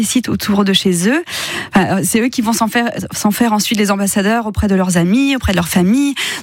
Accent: Brittany, France; moved away as an adult; ça fait 25 ans que je suis là, mais en fait, je viens de Bretagne quand même.

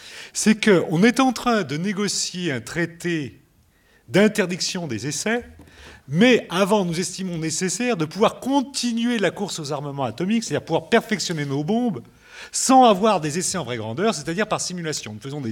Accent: France; en tant que Français

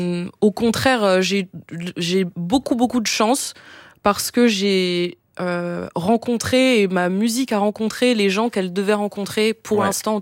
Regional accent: Switzerland; je parle très lentement, je suis suisse, donc ça vient de mes origines certainement

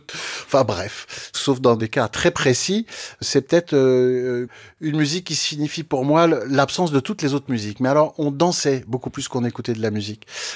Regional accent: Paris, Île-de-France, France; born there; also born or lived in United States; Alors, je suis français, je ne suis plus américain. C'est une sombre histoire. Je suis né aux États-Unis, de nationalité française, et ma famille est retournée en France, à Paris, directement, quand j'avais 5 ans.

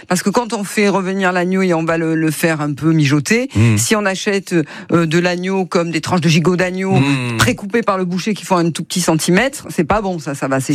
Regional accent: Provence-Alpes-Côte d'Azur, France; on en a encore chez nous en Provence jusqu'à fin octobre

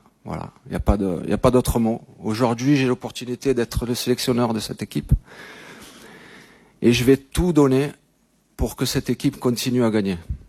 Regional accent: France

